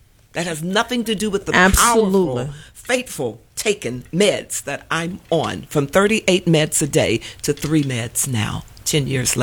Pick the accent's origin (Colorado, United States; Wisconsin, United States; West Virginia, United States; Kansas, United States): West Virginia, United States; St. Albans; also born or lived in Charleston, West Virginia; Born and raised in St. Albans, West Virginia.